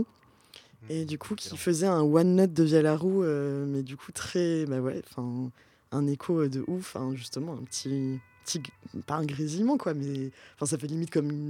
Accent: Pau, Nouvelle-Aquitaine, France

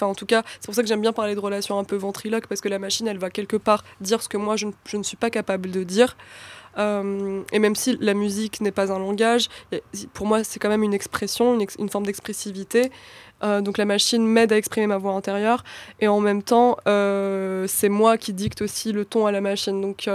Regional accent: Kabylie, Algeria; moi aussi je suis kabyle, donc on parle un peu Ezol Flawen, etc.

